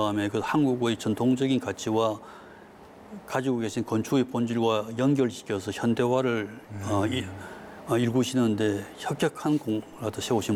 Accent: Busan, South Korea; 부산으로까지 피난 가서 거기서 태어났습니다.

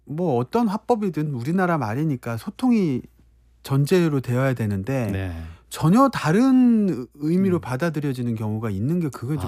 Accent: Anmyeondo, South Chungcheong, South Korea; now in Seoul, South Korea; 저 루미 씨, 내가 안면도에서 태어난 충청도 사나이잖아요. 우리 동네 사람들은 그 상대 기분 생각해서 말을 돌려 하는 거 알죠?

